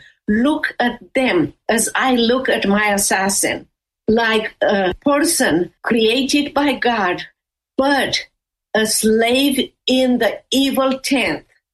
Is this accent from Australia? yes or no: no; Romania; English is a second language; now in United States; I will never forget how many Americans came to Romania during the persecution and how important was that for me and for Romanian people.